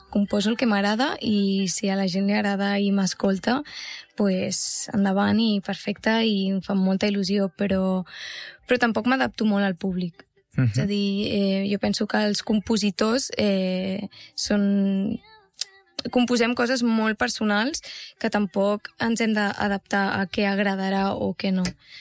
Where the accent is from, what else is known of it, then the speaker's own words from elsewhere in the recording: Catalonia, Spain; la sort que tenim la gent del Maresme de viure en un poble.